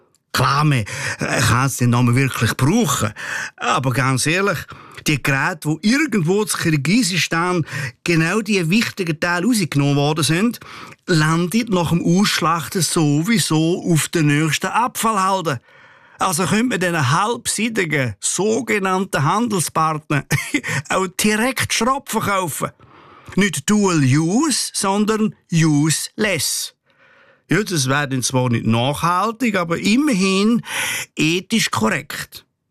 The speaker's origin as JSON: {"language": "German", "country": "Switzerland", "said": "da sind wir Schweizer nämlich weltweit führend"}